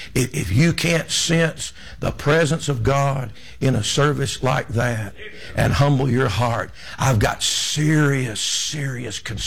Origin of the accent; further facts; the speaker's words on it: United States; It's because we're Americans